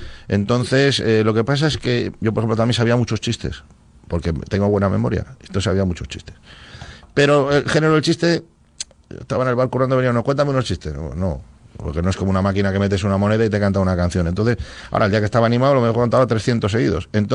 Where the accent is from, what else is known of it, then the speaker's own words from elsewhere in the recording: Valladolid, Castile and León, Spain; born there; Y luego ya vine para acá, para Valladolid, y ya me crié, estuve viviendo en La Rondilla unos años, y luego me fui a La Victoria.